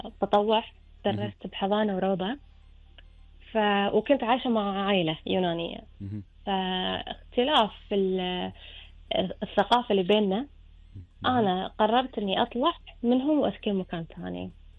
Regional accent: Kuwait; انا من الكويت.

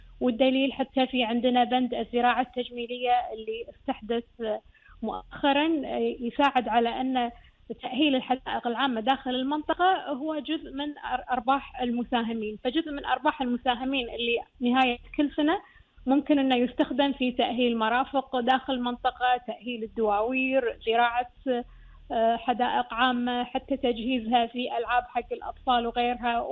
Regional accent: Kuwait; مثل ما تطورت عندنا بالكويت

